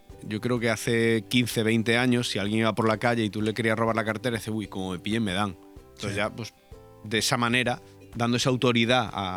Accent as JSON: {"language": "Spanish", "region": "Galicia", "country": "Spain", "moved": "yes", "said": "yo como gallego"}